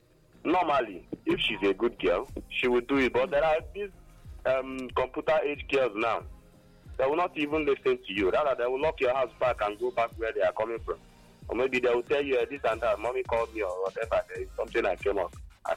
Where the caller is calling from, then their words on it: Enugu State, Nigeria; I'm calling from Obago, Kotano, precisely in the Enugu Southwest government.